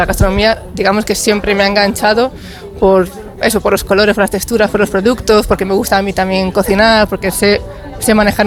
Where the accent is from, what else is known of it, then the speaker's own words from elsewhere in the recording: Vigo, Galicia, Spain; moved away as an adult; also born or lived in Madrid; now in Arcos, Spain; Pues yo soy gallega, de Vigo, y estudié en Madrid.